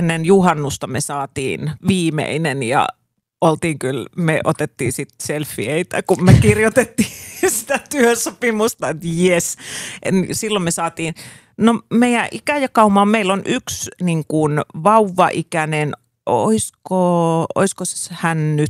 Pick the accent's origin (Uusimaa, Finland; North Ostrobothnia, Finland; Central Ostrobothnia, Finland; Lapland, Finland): North Ostrobothnia, Finland; Oulu